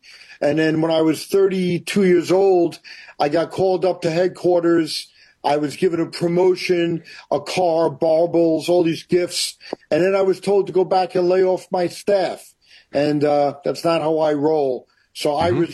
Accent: Valley Stream, New York, United States; You know, I'm a baby boy, three older sisters, Valley Stream, New York, born and raised.

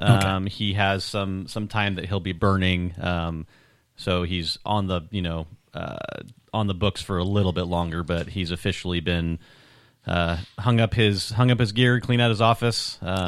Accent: California, United States; Myself, I came from Southern California. Yeah. I started my career down there

